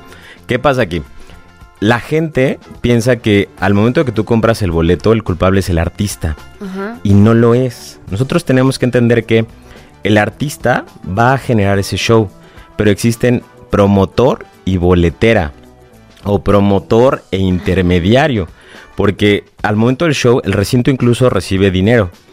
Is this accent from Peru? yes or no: no; Mexico